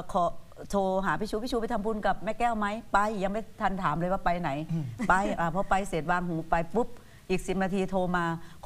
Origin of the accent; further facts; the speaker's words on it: Isan, Thailand; แล้วเราเป็นคนอีสานเนาะ